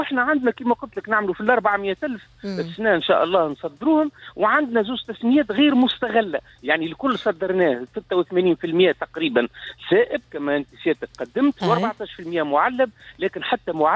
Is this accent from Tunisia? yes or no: yes; Tunisia